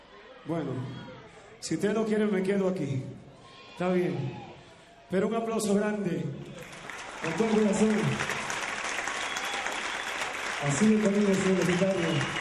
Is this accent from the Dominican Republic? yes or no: yes; Dominican Republic; moved away; no me voy a olvidar nunca de que soy dominicano de pura cepa, pero soy un agradecido de este país.